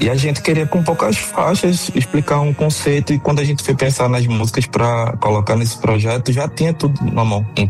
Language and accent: Portuguese; Northeast Region, Brazil; porque sou do Nordeste, né? Aqui é minha casa.